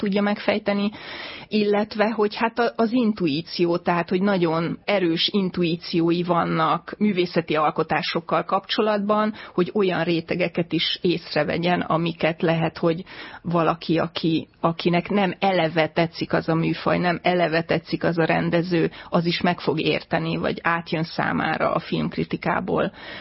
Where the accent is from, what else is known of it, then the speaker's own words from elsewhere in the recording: Hungary; born there; akik itt nőttünk fel, meg ebben a kultúrában szocializálódtunk